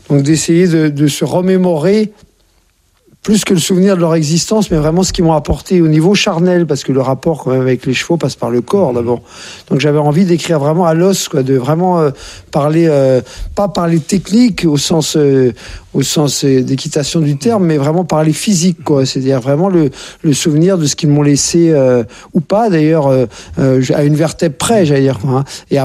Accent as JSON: {"language": "French", "town": "Courbevoie", "region": "Île-de-France", "country": "France", "tie": "born there"}